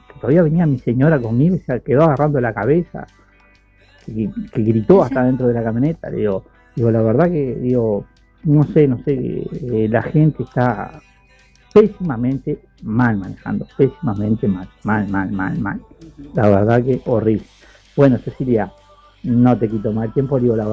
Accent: Uruguay; Yo soy criado en el campo, soy medio canario

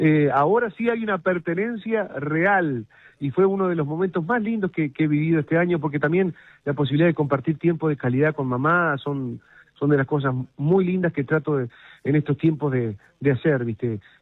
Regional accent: Rivera, Uruguay; vuelvo aquí a Rivera también, donde arrancaba y hacía mis primeras armas en esto de los bailes a los 14 años

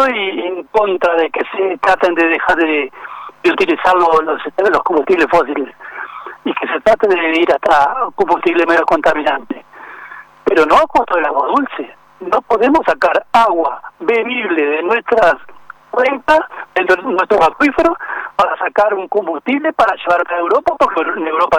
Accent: Paso de los Toros, Tacuarembó, Uruguay; lo que quiero son mejoras para mi pueblo. Estoy intentando hace 6 años conseguir por lo menos una zona franca, espejo para los toros, para que toda esa madera que se va, que la vemos pasar aquí en la ruta, porque se va al puerto y se va a China, por lo menos llegue a Paso los Toros

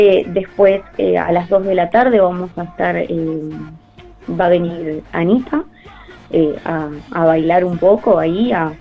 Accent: Estación Atlántida, Canelones, Uruguay; acá, de mi pueblo, de Estación Atlántida

